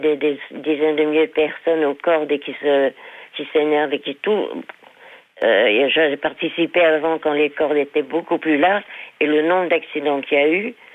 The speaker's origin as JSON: {"language": "French", "town": "Mons", "region": "Wallonia", "country": "Belgium", "tie": "born or raised there", "said": "Bah écoutez, honnêtement, je suis née à Mons. Ça fait 75 ans que je vis à Mons."}